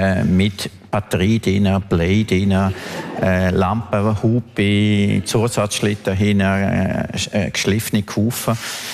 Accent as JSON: {"language": "German", "town": "Bergün", "region": "Graubünden", "country": "Switzerland", "tie": "born or raised there", "said": "bin ich ins Bündnerland und habe ihnen gezeigt, zum Anlass vom 40. Todestag von meinem Vater, wo ich aufgewachsen bin. Also wo war der erste Kuss und all die Sachen. Da sind wir auf Bergün, auf der Albola Pass"}